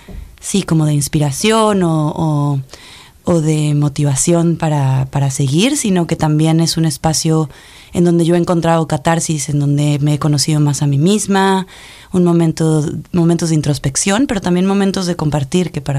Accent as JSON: {"language": "Spanish", "region": "Mexico City", "country": "Mexico", "tie": "born or raised there", "moved": "yes", "lives_now": "Chicago, United States", "said": "bueno, yo nací y crecí en la Ciudad de México. Me mudé a Chicago hace 8 años, así que ahora tengo 2 casas. El lugar donde crecí es en el sur de la Ciudad de México"}